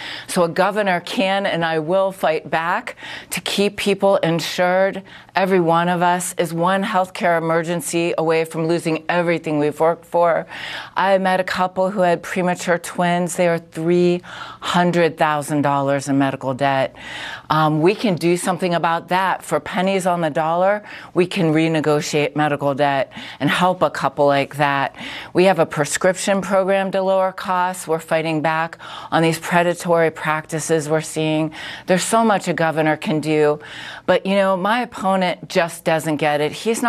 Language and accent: English; Youngstown, Ohio, United States; had a very rough childhood growing up in Youngstown, Ohio.